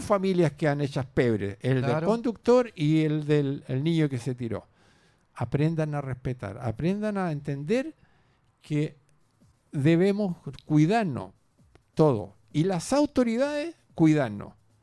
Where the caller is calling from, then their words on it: San Fernando, O'Higgins, Chile; yo soy de acá de San Fernando